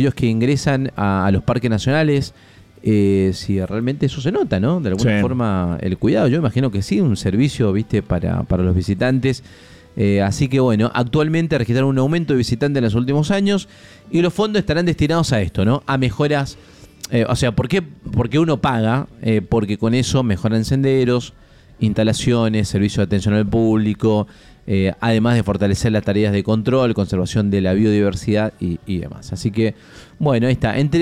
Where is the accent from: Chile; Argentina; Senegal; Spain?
Argentina